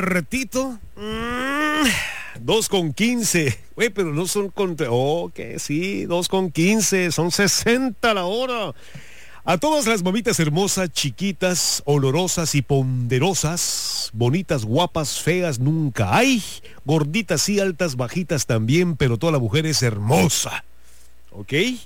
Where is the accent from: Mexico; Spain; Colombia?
Mexico; San Blas; moved away; En mi querido San Blas, que yo siempre he dicho con mucho amor, mi ranchito hermoso.